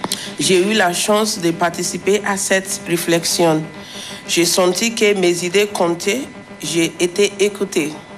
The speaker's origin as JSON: {"language": "French", "country": "Nigeria", "lives_now": "France", "said": "J'ai 31 ans. Je viens du Nigeria."}